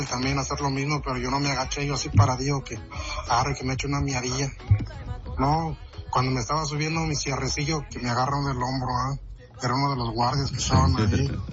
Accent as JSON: {"language": "Spanish", "region": "State of Mexico", "country": "Mexico", "said": "Pues resulta que pues nosotros somos de acá del Estado de México, y en la escuela, cuando estaba yo morrillo, como de 7 años"}